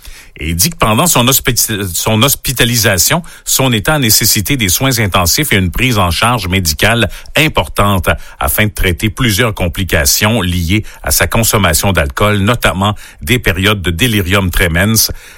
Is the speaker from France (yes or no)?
no; Quebec, Canada; chez nous en Gaspésie